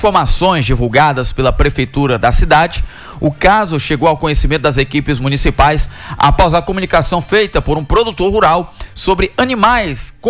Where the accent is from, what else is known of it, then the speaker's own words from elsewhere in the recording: Northeast Brazil, Brazil; a gente, no Nordeste